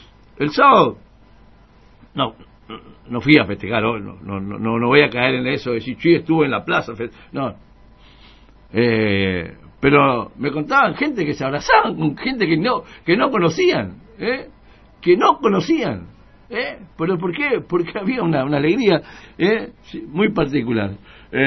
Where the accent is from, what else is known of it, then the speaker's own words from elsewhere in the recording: Argentina; somos argentinos.